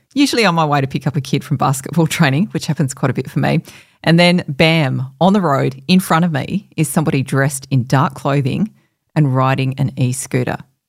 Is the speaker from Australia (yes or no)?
yes; Western Australia, Australia; born there; moved away; my home state of WA